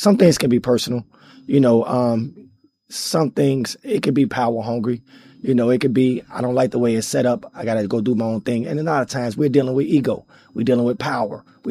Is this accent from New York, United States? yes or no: no; Chicago, Illinois, United States; You know, I'm from Chicago, man. You know, 2 weeks ago was Labor Day weekend for us.